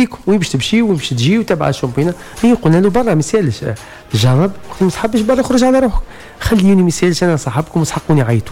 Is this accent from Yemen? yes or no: no; Tunisia; احنا في تونس